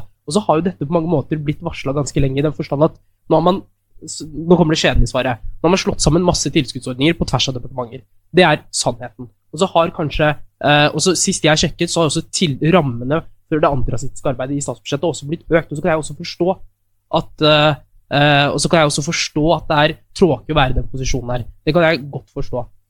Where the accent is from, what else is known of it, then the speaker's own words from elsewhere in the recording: Fredrikstad, Østfold, Norway; jeg er fra Fredrikstad, en kommune der vi har et levende nynazistisk miljø.